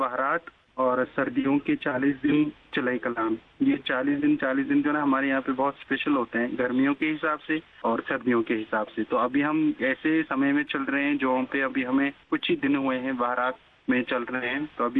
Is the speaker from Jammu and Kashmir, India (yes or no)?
yes; Jammu and Kashmir, India; तो हम कश्मीरी लोग भी जैसे आपके वहाँ पे आते हैं घूमने, हम भी यहाँ पे